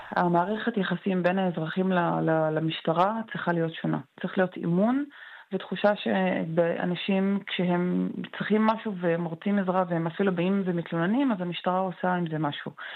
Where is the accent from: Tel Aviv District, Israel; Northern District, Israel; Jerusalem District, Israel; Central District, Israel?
Northern District, Israel; Kafr Yasif; אבל אני אישית, אני מגיעה מכפר יסיף. בשנתיים האחרונות בכפר שלי היו 4 מקרי רצח.